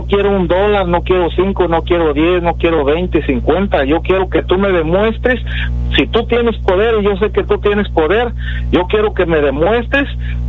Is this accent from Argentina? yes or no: no; California, United States; now in Alice, United States; pero yo soy de California, pero me tuve que quedar aquí en Alice, porque aquí me soltaron y pues aquí me quedé